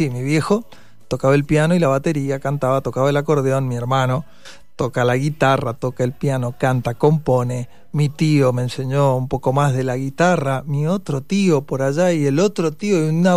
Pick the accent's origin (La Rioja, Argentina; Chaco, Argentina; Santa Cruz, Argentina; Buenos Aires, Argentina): La Rioja, Argentina; Chilecito; Yo me crié en Chilecito, en La Rioja.